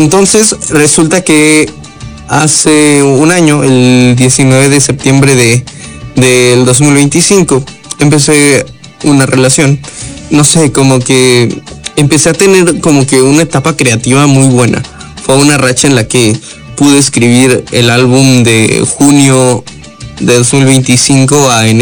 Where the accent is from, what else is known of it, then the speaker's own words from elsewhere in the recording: Chiapas, Mexico; decir con todo el orgullo que le tengo a mis lados, a mi estado, soy de Chiapas.